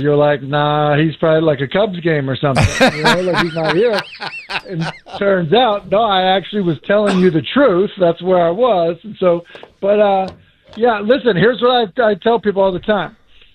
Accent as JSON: {"language": "English", "region": "Massachusetts", "country": "United States", "tie": "born or raised there", "said": "Like, I grew up in Massachusetts, went to Boston College."}